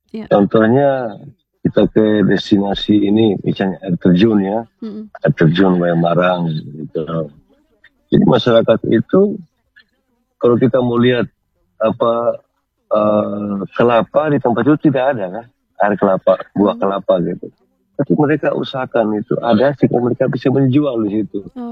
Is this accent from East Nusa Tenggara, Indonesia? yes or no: yes; East Nusa Tenggara, Indonesia; sebagai orang Sumba itu sendiri, Sumba Timur itu sendiri